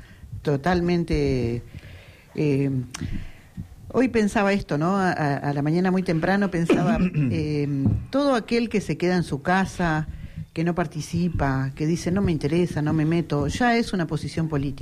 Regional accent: Argentina; La tenemos que defender los argentinos

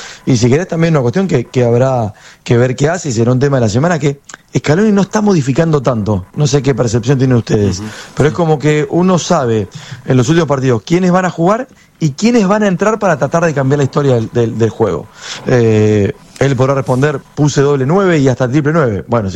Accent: Argentina; a veces nos pasa que o nos vamos a la emoción desmedida porque somos argentinos y nos sale el camiseteo

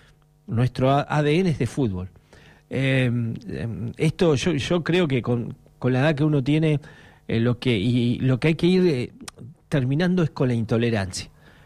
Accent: Argentina; De cómo somos los argentinos.

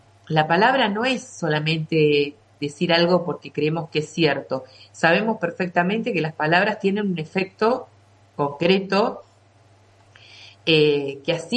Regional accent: Argentina; los argentinos hemos sido siempre un pueblo que se ha caracterizado por el respeto, la tolerancia, la confraternidad, el asimilar al que viene de afuera, al que es distinto

